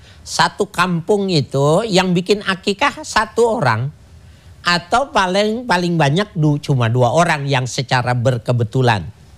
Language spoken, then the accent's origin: Indonesian; Madiun, East Java, Indonesia; moved away; di kampung saya umpamanya di Madiun